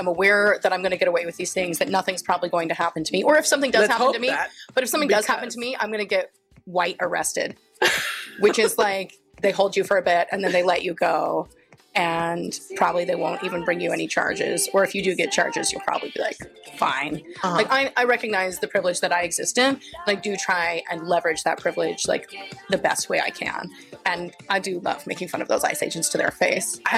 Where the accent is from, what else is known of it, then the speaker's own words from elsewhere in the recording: Salt Lake City, Utah, United States; moved away as an adult; now in San Diego, United States; I'm from Salt Lake City, Utah. Orale. And I've lived in San Diego now for a year and a half. I moved here, not quite a year and a half, but I moved here last June.